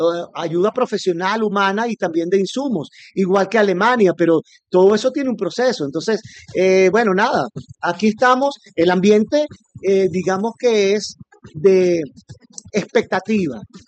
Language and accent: Spanish; Venezuela; Yo como venezolano siento un poco de vergüenza al declarar esto, porque siento que, a ver, yo tengo suficiente edad para saber que en mi país